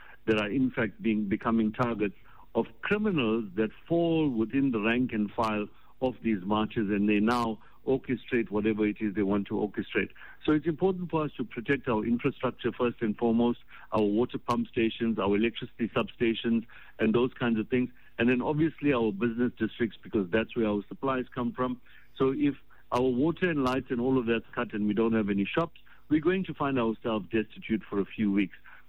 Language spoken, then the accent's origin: English; South Africa; We are all South African citizens who live in this country.